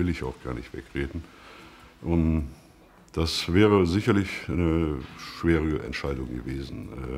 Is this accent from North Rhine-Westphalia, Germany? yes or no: yes; Nümbrecht, North Rhine-Westphalia, Germany; born or raised there